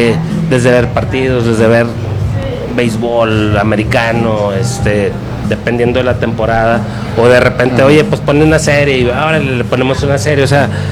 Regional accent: Torreón, Coahuila, Mexico; soy orgullosamente mexicano y sobre todo lagunero

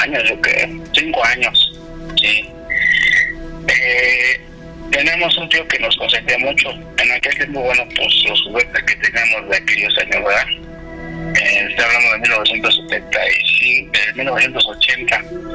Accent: Mexico City, Mexico; Mi abuelito nos llevaba a las luchas aquí a la colisa, aquí, pero nosotros somos aquí de Tepito.

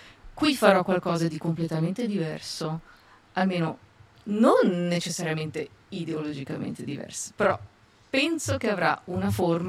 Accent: Cavigliano, Ticino, Switzerland; E quindi, ora che sono tornata da decenni di nomadismo così alla mia terra d'origine, qui a Cavigliano, sono appena tornata in Trania ad abitare.

